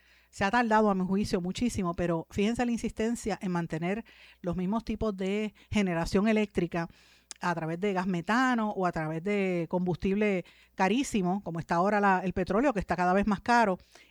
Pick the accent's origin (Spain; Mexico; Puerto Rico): Puerto Rico; Guaynabo; lo que está pasando en Guaynabo, en mi pueblo de Guaynabo, que nunca había falta de agua.